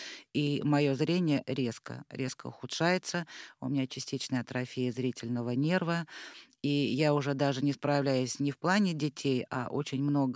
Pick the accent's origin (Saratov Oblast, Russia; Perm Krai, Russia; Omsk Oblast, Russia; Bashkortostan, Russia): Bashkortostan, Russia; moved away as an adult; now in Moscow, Russia; Когда я переезжала в Москву, я сама из Башкирии